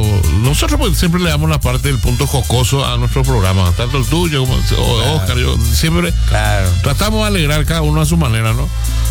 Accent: Paraguay; Paraguay siempre saca esa garra guerrera que nos identifica a nosotros como paraguayos

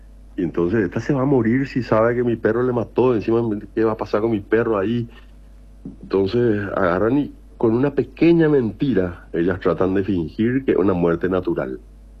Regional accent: Paraguay; para nosotros como paraguayos

